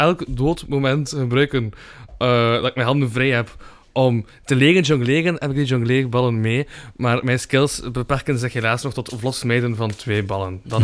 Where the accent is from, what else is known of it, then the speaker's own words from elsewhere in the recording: Kortrijk, Flanders, Belgium; als Kortrijkzaan